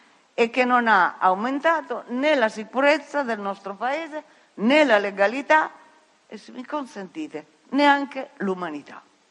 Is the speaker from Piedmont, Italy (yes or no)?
yes; Piedmont, Italy; Io sono piemontese, la cooperativa agricola di Asti, per esempio, è un modello da seguire.